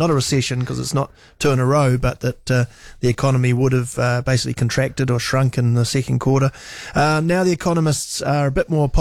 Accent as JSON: {"language": "English", "town": "Christchurch", "region": "Canterbury", "country": "New Zealand", "said": "A lot of it, I'm from Christchurch, so I can say this"}